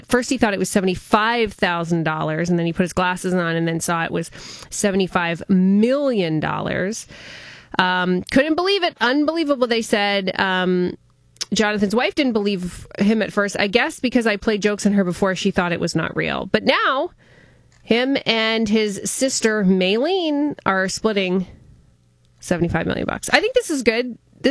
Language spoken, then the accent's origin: English; Windsor, Ontario, Canada; And my hometown, Windsor, Essex